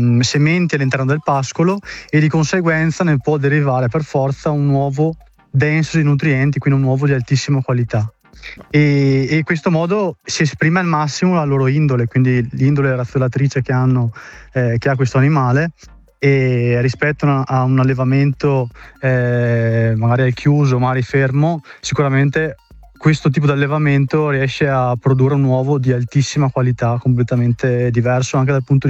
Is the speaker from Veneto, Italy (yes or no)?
yes; Badia Calavena, Veneto, Italy; Io sono di Badia Calavena.